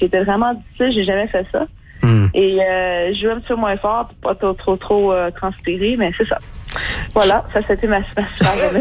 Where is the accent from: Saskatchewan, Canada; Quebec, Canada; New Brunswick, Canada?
Quebec, Canada; now in Ontario, Canada; Un, je me suis dit, waouh, tu sais, j'ai quand même passé 20 ans de ma vie ici. Bien sûr, je viens du Québec.